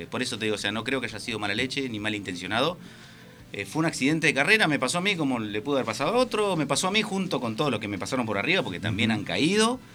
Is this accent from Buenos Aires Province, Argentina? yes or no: yes; Claromecó, Buenos Aires Province, Argentina; soy de Claro Mecó